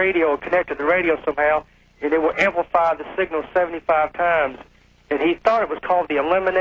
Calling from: Daytona Beach, Florida, United States; I'm calling from Daytona Beach, Florida.

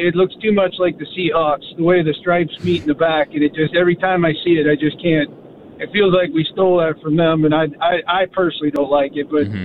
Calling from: Pittsburgh, Pennsylvania, United States; Hey, I'm driving up from Pittsburgh, coming up to the game, man.

